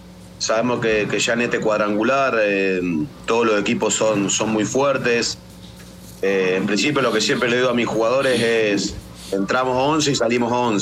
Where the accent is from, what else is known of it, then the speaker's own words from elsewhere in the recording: Rosario, Santa Fe, Argentina; yo soy de Rosario